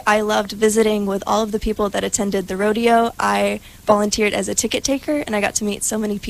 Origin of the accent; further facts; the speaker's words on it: Gladewater, Texas, United States; born there; I'm from Gladewater, Texas, and I graduated from Union Grove High School in 2022.